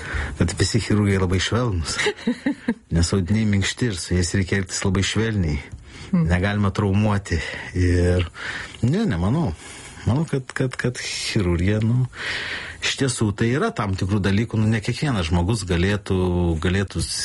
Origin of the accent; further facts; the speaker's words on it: Mažeikiai, Samogitia, Lithuania; now in Kaunas, Lithuania; esu iš Žemaitijos atvykęs į Kauną.